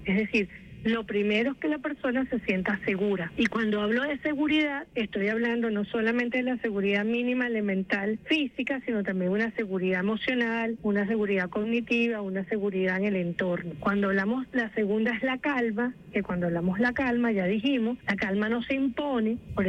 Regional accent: Venezuela; La esperanza es parte, yo creo, de lo que nos define como venezolanas y venezolanos

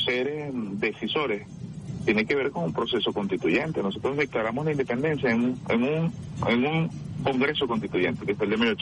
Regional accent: Venezuela; decirles en la cara quiénes somos, a dónde vamos, y lo que significamos nosotros para el mundo como venezolanas, como venezolanos, como patria grande.

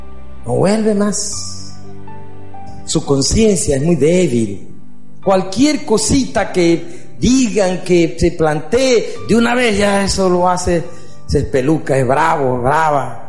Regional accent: Los Llanos, Venezuela; Yo soy carnívoro, soy llanero, me gusta la carne en vara, término medio, con yuca y topocho verde.

